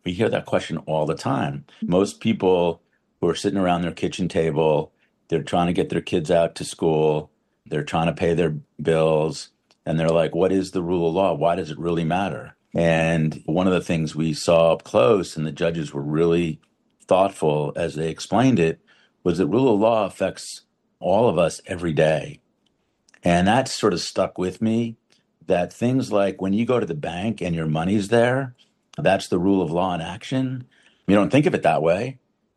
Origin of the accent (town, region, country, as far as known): New Rochelle, New York, United States; born or raised there